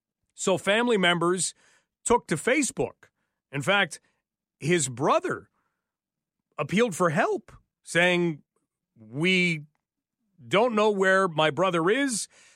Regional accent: Hawkesbury, Ontario, Canada; born or raised there; also born or lived in London

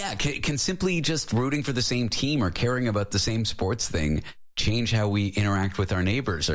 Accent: Canada; now in United States; No, I live in the U.S. I'm Canadian.

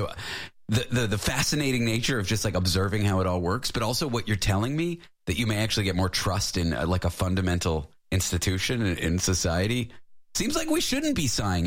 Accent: Canada; now in United States; I just got U.S. citizenship. I'm a Canadian, and I'm going to register to vote soon.

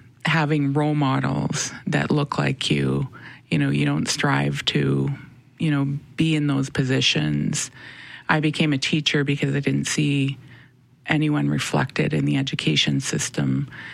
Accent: Winnipeg, Manitoba, Canada; Born and raised in the north end of Winnipeg.

